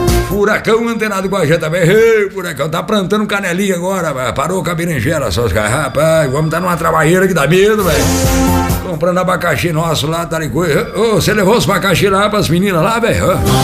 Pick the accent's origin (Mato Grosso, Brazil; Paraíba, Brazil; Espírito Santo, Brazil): Mato Grosso, Brazil; Eu sou do Mato Grosso Matias.